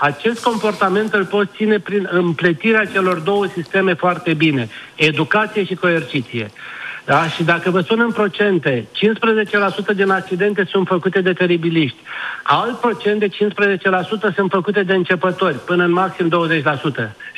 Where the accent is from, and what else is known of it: Romania